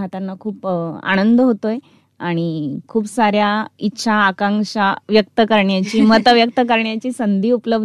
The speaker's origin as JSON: {"language": "Marathi", "town": "Nashik", "region": "Maharashtra", "country": "India", "tie": "born or raised there", "said": "माझं बालपण नाशिकमध्येच. वडील माझे 83 साली इथे नाशिकला कामगार म्हणून VIP मध्ये हजर झाले आणि तेव्हापासून वडील इथे स्थायिक झाले. बालपण माझं नाशिकमध्ये."}